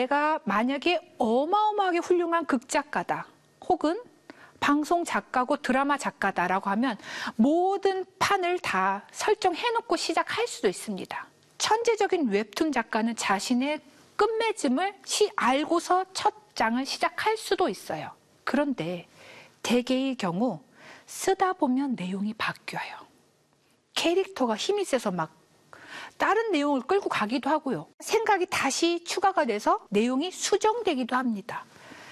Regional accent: Gongju, South Chungcheong, South Korea; born there; 저는 충남 공주에서 태어났는데, 서울 살면서 돈 많이 벌어서 엄마 주고 행복하게 사는 사람.

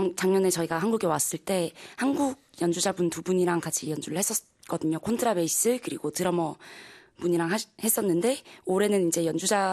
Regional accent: Daegu, South Korea; now in France; 아무래도 대구가 제 고향이다 보니까

